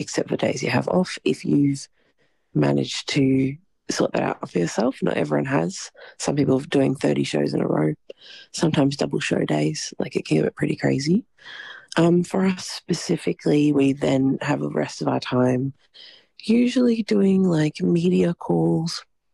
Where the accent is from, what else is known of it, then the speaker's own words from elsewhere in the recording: Broome, Western Australia, Australia; I'm from Broome